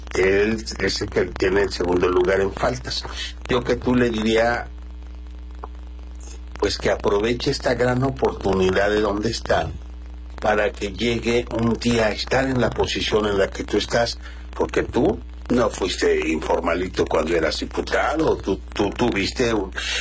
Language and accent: Spanish; Teloloapan, Guerrero, Mexico; born there; yo nací en Tlaloapan.